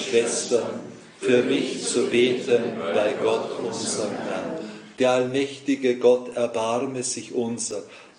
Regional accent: Eastern Austria, Austria; now in Vienna, Austria; Für mich aus ostösterreichischer Perspektive beginnt ja hinter Passau, dann schon der Nordpol.

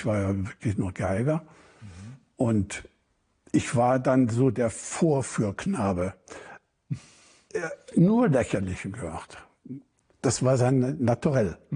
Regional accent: Germany; Ich sagte, ich bin Deutscher.

